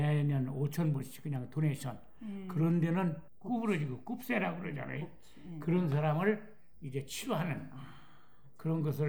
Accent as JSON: {"language": "Korean", "town": "Gongju", "region": "South Chungcheong", "country": "South Korea", "tie": "born or raised there", "moved": "yes", "lives_now": "United States", "said": "우리 고향 충청남도 공주"}